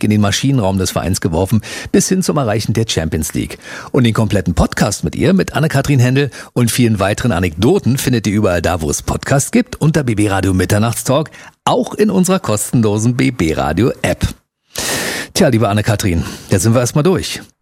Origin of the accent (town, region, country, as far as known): Berlin, Germany; born or raised there